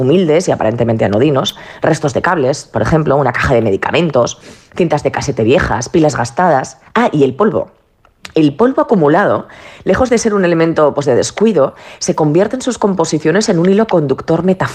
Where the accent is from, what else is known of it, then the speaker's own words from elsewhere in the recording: Zaragoza, Aragon, Spain; Muy buenos días, pues mirad, yo estoy en Zaragoza, en mi tierra.